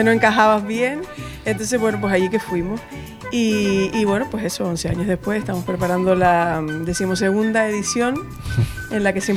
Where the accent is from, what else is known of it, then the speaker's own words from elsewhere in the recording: Canary Islands, Spain; se nota mucho que somos canarios y que soy canaria y que soy atlántica.